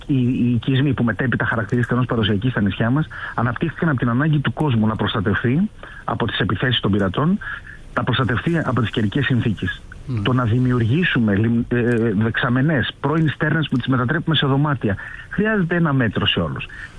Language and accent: Greek; Greek islands, Greece; Ως νησιώτες κι εγώ